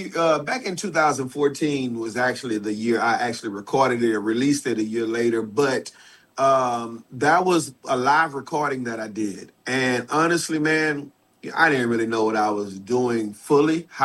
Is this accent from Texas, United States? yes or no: yes; Houston, Texas, United States; born and raised in Houston, Texas, born and raised in the church, Pentecostal boy